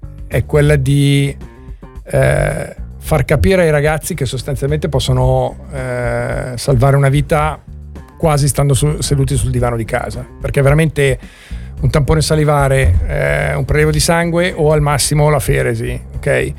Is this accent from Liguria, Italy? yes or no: yes; Genoa, Liguria, Italy; io volevo dargli un nome ed essendo genovese l'ho chiamato Pesto